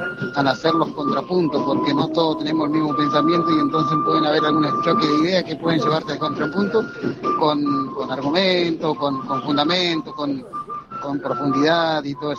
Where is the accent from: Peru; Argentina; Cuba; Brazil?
Argentina; Patagonia